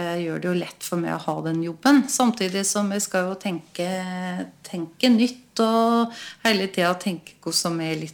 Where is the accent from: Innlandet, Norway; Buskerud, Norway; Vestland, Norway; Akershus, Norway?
Buskerud, Norway; Ål; Jeg har vokst opp i Liagarden, på en gard der. Så der bodde jeg da til jeg var 19 år.